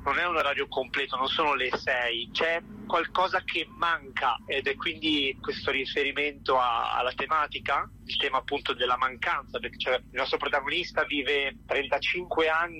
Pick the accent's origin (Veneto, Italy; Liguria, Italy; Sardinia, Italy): Liguria, Italy; Genoa; moved away as an adult; also born or lived in Rome; now in London, United Kingdom; Io sono genovese e ho cominciato a lavorare nella televisione locale per piccole trasmissioni, finché poi quest'idea di cinema si è concretizzata e ho deciso di fare il passaggio da Genova a Roma.